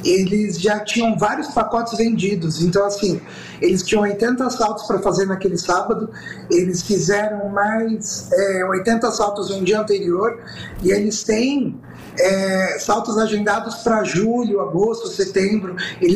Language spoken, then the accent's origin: Portuguese; São Paulo, Brazil; Eu sou do litoral, aqui da Baixada.